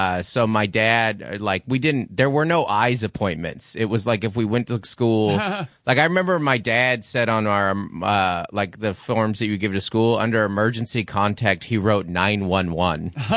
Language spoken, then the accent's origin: English; Seattle, Washington, United States; Growing up in Seattle, I was like 20 years old and married and just like a rainy, dark road.